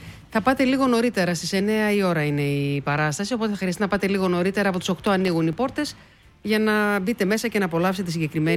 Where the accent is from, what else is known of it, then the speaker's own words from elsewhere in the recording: Greece; Είμαστε Έλληνες εμείς. Μιλάμε στον ελληνικό όπως πρέπει.